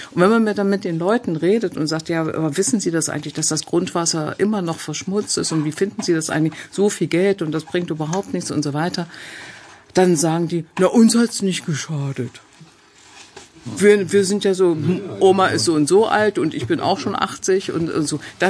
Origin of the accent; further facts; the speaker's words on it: Greppin, Saxony-Anhalt, Germany; also da wirklich original da, wo ich herkomme, Greppin. Und Greppin ist ein Ort, das ist der schmutzigste Ort Europas gewesen.